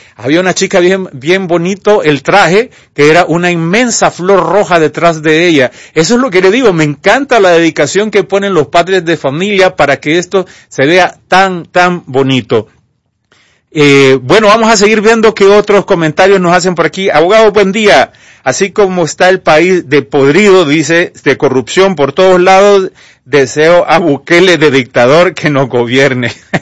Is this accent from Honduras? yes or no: yes; Honduras